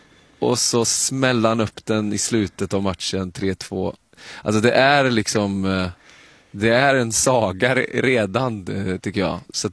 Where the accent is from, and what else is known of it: Sweden